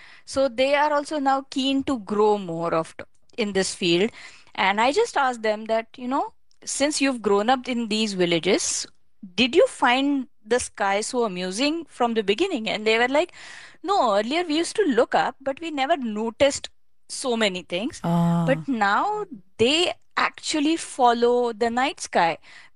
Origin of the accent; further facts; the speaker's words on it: Mumbai, Maharashtra, India; First of all, being a city girl, I'm born and brought up in Mumbai.